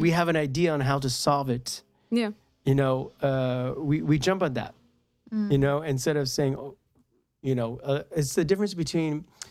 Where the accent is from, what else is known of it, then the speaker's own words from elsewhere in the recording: United States; But well, I'm American, so it's like